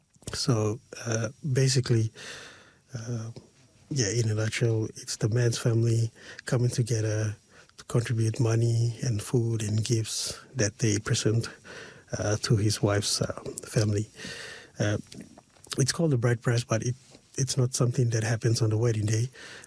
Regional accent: Port Moresby, National Capital District, Papua New Guinea; Now, I'm from Papua New Guinea, from a village called Kirakira, and that village is located right inside Port Moresby.

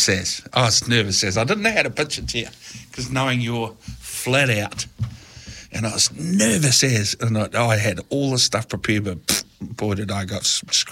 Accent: Palmerston North, Manawatū-Whanganui, New Zealand; I'm born and bred in Palmy. I'm a little bit older than you.

